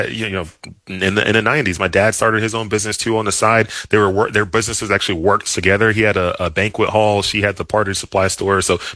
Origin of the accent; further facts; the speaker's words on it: Dallas, Texas, United States; I grew up in Dallas, Texas. Both of my parents immigrated from Nigeria to the U.S. Like in the early 80s.